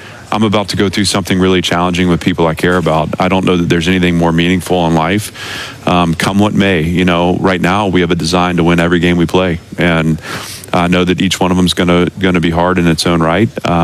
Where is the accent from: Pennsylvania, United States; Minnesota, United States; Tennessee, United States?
Tennessee, United States; Nashville; So none of it had to do with the fact that Vanderbilt's my alma mater or the fact that Nashville's my hometown.